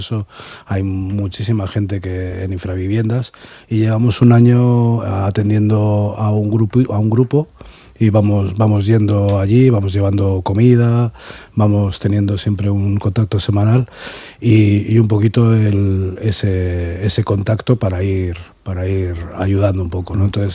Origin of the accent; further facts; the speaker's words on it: Valle de Trápaga-Trapagaran, Basque Country, Spain; nuestra sede es en Trápaga, porque nosotros somos todo, la mayoría somos de Trápaga.